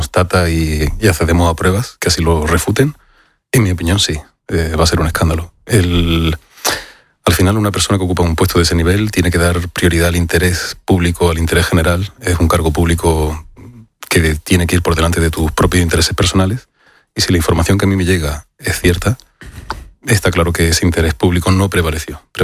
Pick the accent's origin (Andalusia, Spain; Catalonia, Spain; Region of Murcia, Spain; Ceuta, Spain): Andalusia, Spain; Úbeda; soy de Úbeda, he crecido frente a la Academia de la Guardia Civil